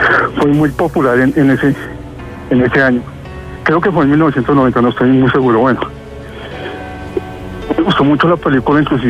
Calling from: Funza, Cundinamarca, Colombia; Vivo en Funza, Cundinamarca.

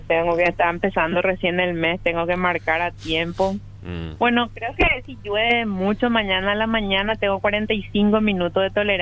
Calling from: Ñemby, Central, Paraguay; yo vivo en Ñemby, cerca de la Coca-Cola

